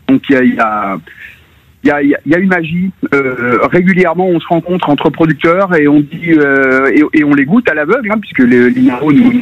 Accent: Lyon, Auvergne-Rhône-Alpes, France; moved away; je suis lyonnais d'origine

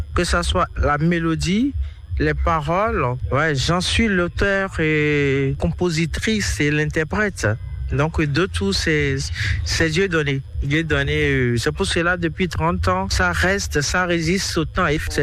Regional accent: Benin; now in Côte d'Ivoire; Je réside en Côte d'Ivoire. Je suis béninoise, d'origine ivoirienne par alliance.

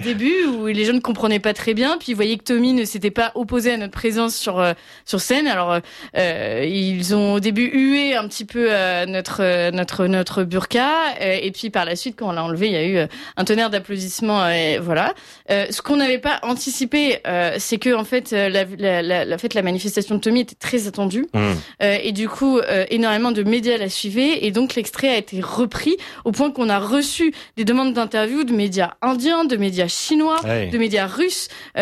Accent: France; accent: French accent (in English); Vous verrez mon accent français, franglais

